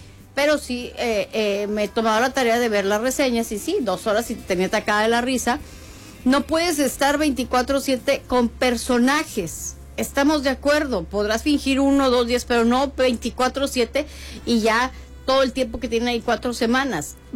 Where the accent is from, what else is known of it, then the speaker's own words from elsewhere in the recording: Mexico; es de lo que nos quejamos como mexicanos